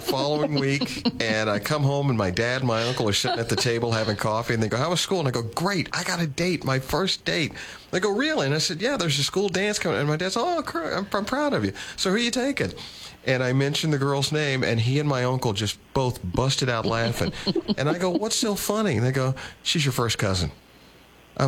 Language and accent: English; Louisville, Kentucky, United States; also born or lived in Goldsboro, North Carolina; we were living there. And I was going to school there at the time. Now, I was born and raised in Louisville, but at a point in my life, we lived in Goldsboro. And Goldsboro, North Carolina, at this time, was very small.